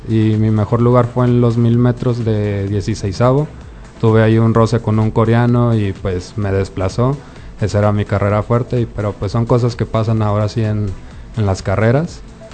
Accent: Tepic, Nayarit, Mexico; Yo soy de aquí, de Tepic, Nayarit. Nací en el 98

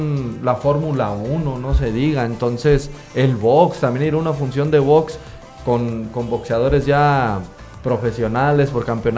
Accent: Mexico; nosotros como mexicanos

